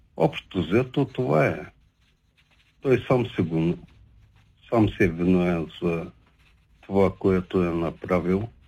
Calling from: Shumen, Shumen Province, Bulgaria; от Шумен.

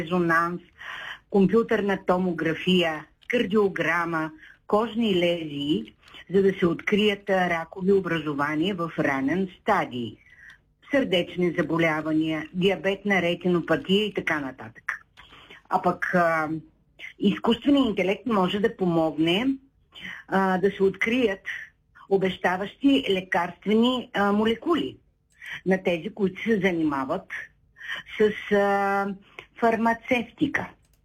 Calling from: Shumen, Shumen Province, Bulgaria; от Шумен.

